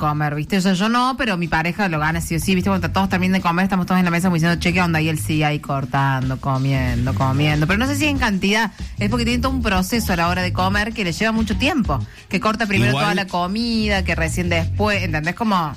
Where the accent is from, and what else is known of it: Argentina